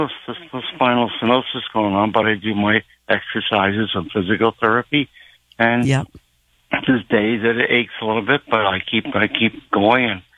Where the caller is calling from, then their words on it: Allentown, Pennsylvania, United States; I'm 60 miles from Philadelphia, with Bethlehem